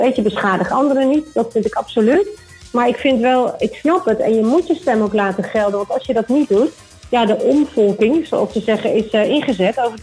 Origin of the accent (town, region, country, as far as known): Netherlands; now in Spain